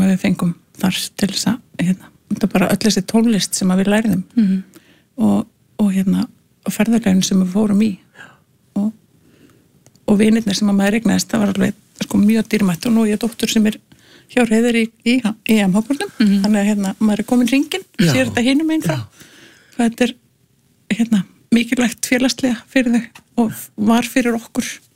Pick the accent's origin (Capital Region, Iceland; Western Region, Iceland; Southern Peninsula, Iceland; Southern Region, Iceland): Capital Region, Iceland; Reykjavík; Já, svo ég er hérna alinn upp í Hamrahverfinu. Já. Hérna er Reykjavík